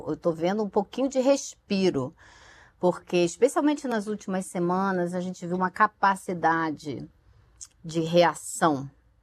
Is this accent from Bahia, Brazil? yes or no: no; Rio de Janeiro, Brazil; Eu acho assim que eu sempre me preocupei com isso a vida inteira, crescendo no Rio.